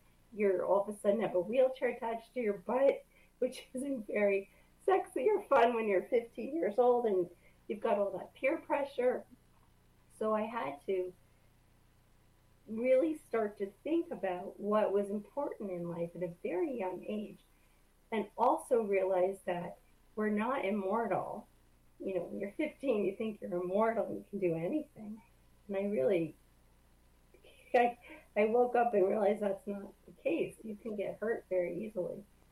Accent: Rye, New York, United States; We grew up in Rye, New York

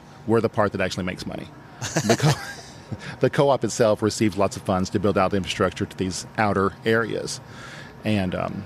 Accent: New Mexico, United States; I am from Eastern New Mexico. I work for a ISP over there

